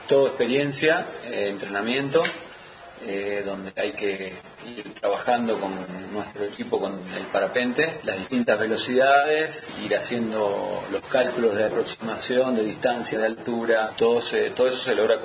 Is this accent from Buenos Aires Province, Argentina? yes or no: no; Zenón Pereyra, Santa Fe, Argentina; soy del interior de Santa Fe, de Zenón Pérez, un pueblo.